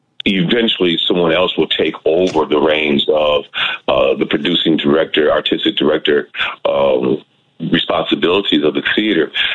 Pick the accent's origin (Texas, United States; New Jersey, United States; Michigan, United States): Michigan, United States; Detroit; born and raised in Detroit